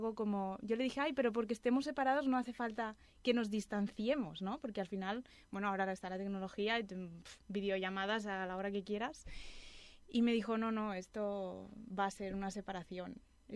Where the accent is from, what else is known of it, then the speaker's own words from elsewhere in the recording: Calafell, Catalonia, Spain; also born or lived in Uruguay / Barcelona; yo soy uruguaya y crecí aquí, bueno, de hecho crecí en Calafell y luego me mudé a Barcelona y luego volví a Calafell.